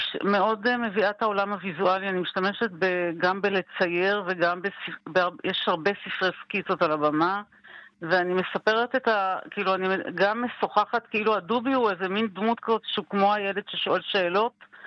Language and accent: Hebrew; Northern District, Israel; אני במקור מקיבוץ, קיבוץ חולטה, בת להורים יקים.